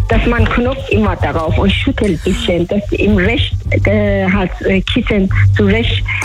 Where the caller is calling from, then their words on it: Fürth, Bavaria, Germany; Ich rufe aus Furt an.